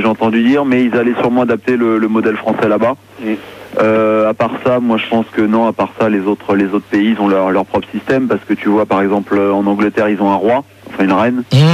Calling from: Grand Est, France; Alors, j'appelle de Bombourlet.

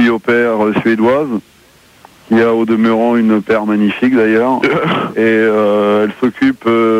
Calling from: Brest, Brittany, France; Et je viens de Brest.

